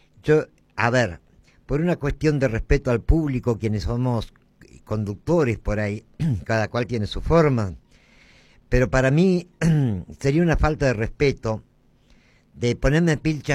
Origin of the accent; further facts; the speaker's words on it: Argentina; claro que me siento bien porque estoy pisando mi tierra argentina.